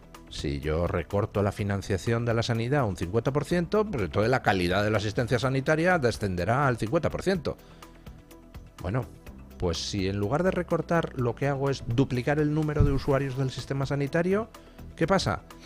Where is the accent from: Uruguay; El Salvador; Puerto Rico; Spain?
Spain; los que pagamos la factura somos los españoles